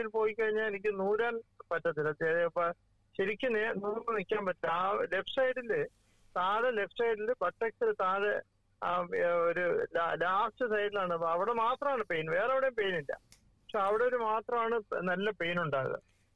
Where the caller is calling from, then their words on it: Kollam, Kerala, India; ഞാൻ കൊല്ലത്തു നിന്നാണ്.